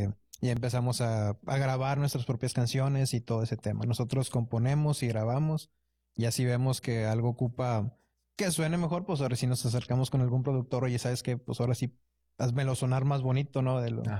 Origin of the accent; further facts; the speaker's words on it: Linares, Nuevo León, Mexico; Todos somos de Linares, sí.